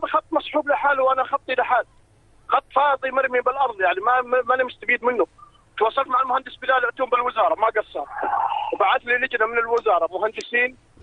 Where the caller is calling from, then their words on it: Mafraq, Mafraq Governorate, Jordan; انا من المفرق